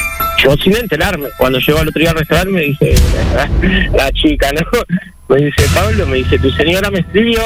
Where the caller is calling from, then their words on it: Uruguay; yo soy morochito, viste, soy uruguayo morochito.